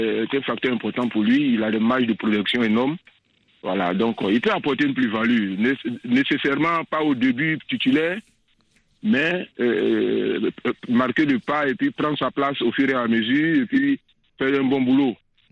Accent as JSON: {"language": "French", "country": "Côte d’Ivoire", "said": "Oui, une fierté, hein, parce que d'abord, on est ivoirien."}